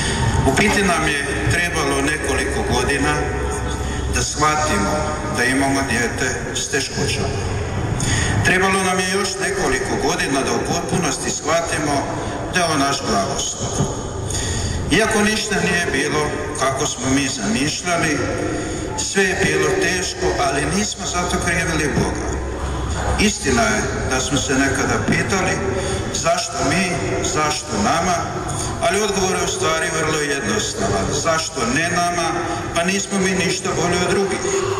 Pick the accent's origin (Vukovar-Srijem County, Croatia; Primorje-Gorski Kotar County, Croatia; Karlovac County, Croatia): Vukovar-Srijem County, Croatia; Gradište; Dolazimo iz tu iz Slavone, iz Županskog kraja, iz sela Gradišta, iz Župe Svetog Vranja.